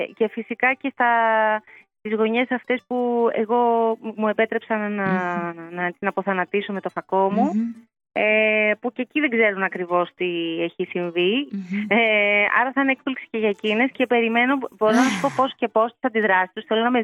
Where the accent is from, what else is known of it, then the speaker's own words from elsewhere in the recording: Greece; now in Athens, Greece; λέω θα την κάνω στο χωριό μου. Και να σου πω ότι φλερτάρω και πολύ με την ιδέα του να πλησιάσω πιο κοντά, θα σταθώ, να φύγω από την Αθήνα που είναι η βάση μου.